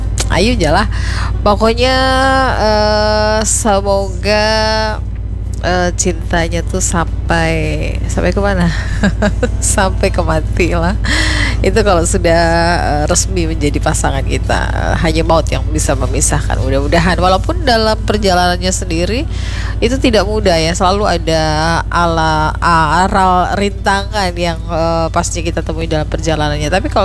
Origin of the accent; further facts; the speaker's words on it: Banjar, South Kalimantan, Indonesia; daerah kita Banjar.